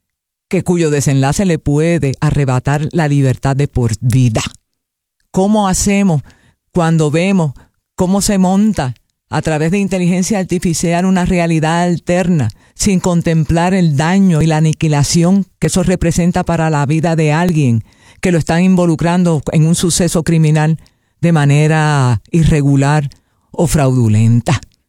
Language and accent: Spanish; Puerto Rico; eso me enorgullece como puertorriqueña